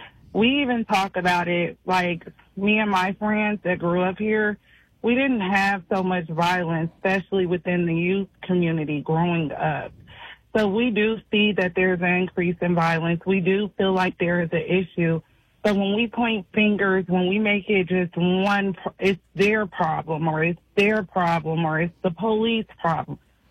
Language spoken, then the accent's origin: English; Champaign, Illinois, United States; now in Urbana, United States; So I'm born and raised in Champaign. My family is from Champaign, Urbana. My mom is also, her family migrated from Mississippi, as well as my dad's family migrated